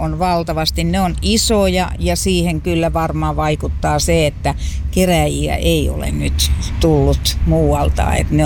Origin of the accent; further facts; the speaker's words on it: Savitaipale, South Karelia, Finland; Itse ollaan Savitaipaleelta